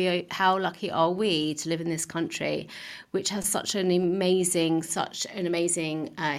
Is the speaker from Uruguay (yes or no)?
no; United Kingdom; us as British citizens